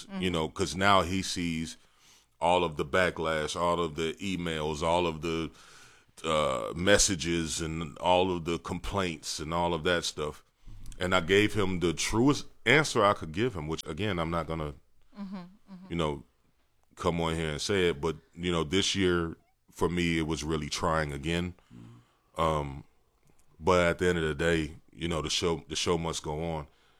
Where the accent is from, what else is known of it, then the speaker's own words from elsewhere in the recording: East, United States; now in Austin, United States; I'm not from here. I'm from the East, born and raised. I moved to Austin in 03, 04, somewhere around there.